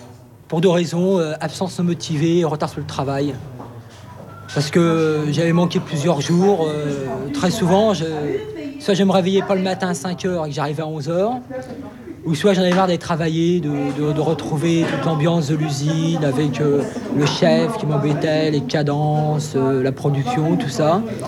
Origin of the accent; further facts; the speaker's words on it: France; Bah oui, je suis français.